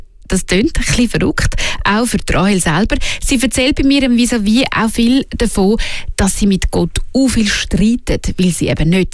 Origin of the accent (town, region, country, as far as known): Switzerland